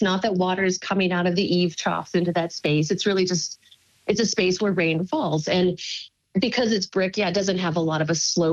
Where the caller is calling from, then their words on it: Nashville, Tennessee, United States; I'm calling from Nashville, Tennessee.